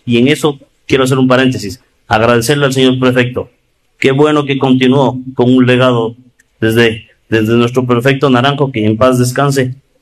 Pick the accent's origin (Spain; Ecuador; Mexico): Ecuador; Ambato, Tungurahua; accent: Ambato arrastrada R; also born or lived in Quito; Ambato, mi tierra, mi corazón, mis raíces, mi R, eso. ese distintivo de... Yo pasé mucho tiempo en Quito y cuando te hablan y te dicen vos arrastras